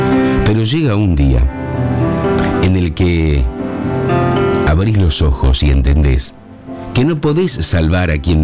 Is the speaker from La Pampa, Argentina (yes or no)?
no; Arequito, Santa Fe, Argentina; de Arequito, mi pueblo.